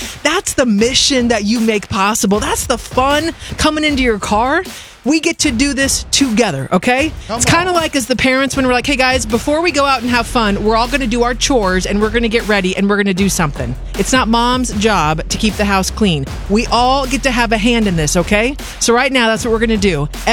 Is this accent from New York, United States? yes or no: no; Portland, Oregon, United States; Stephanie's best gift was $25 a month for my hometown of Portland, Oregon.